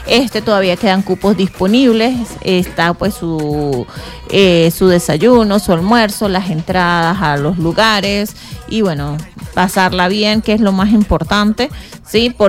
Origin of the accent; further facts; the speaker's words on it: Venezuela; nosotros somos ese típico venezolano que se levanta.